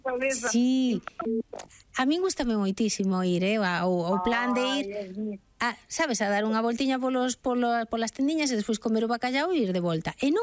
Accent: Vigo, Galicia, Spain; Mira, eu vivín cando era pequena en Vigo

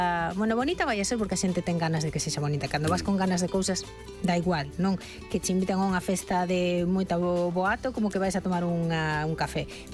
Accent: Galicia, Spain; Hai que elexir. Somos galegos, pero hai que elexir.

